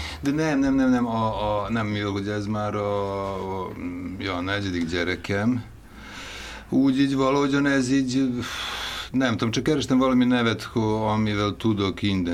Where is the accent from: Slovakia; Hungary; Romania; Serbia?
Serbia; Novi Kneževac, Vojvodina; born there